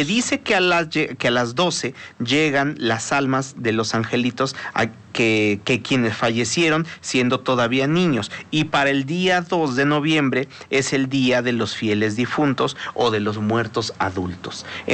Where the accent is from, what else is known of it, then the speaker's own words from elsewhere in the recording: Mexico; nosotros como mexicanos, al tener pues de vecino... tan cerquita a una potencia mundial